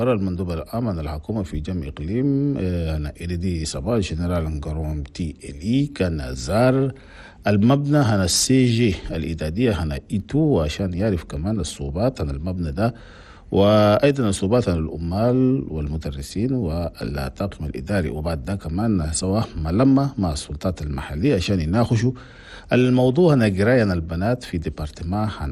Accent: Chad

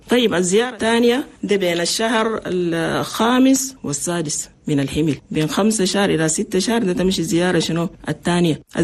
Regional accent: Chad; لأننا نحن عندنا في تشاد نسبة موت عن الأمهات اللي بموت في ولودة كتير مرة واحد

